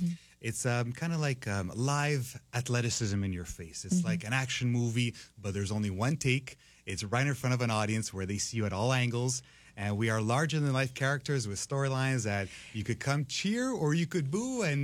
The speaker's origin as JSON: {"language": "Italian", "town": "Montreal", "region": "Quebec", "country": "Canada", "tie": "born or raised there", "said": "I miei genitori hanno venuto qui a Montreal. I miei parenti sono nato qui a Montreal, allora anche io sono nato qui a Montreal, ho cresciuto a Montreal tutta la mia vita, però la cultura italiana era sempre presente nella mia casa"}